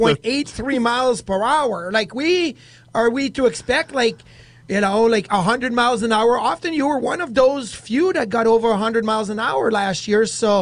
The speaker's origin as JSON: {"language": "English", "town": "Quebec City", "region": "Quebec", "country": "Canada", "tie": "born or raised there", "said": "in my hometown of Quebec City?"}